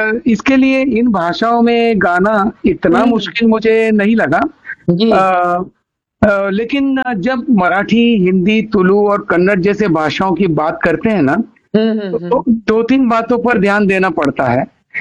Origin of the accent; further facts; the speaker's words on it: Mumbai, Maharashtra, India; first language Tulu; Hindi is a second language; मैं मुंबई में पैदा हुआ और वही पला बड़ा हूँ